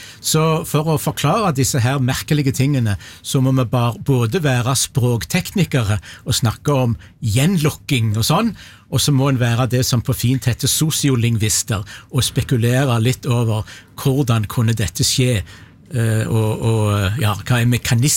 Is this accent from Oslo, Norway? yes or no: no; Egersund, Rogaland, Norway; men i Egersund, der jeg kommer ifra, hvis du drikker litt for mye om lørdagen, så blir du fremdeles fodle.